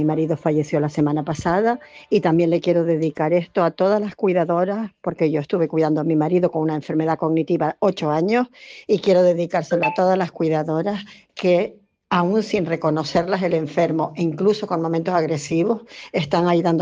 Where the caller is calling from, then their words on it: Tenerife, Canary Islands, Spain; llamo de Tenerife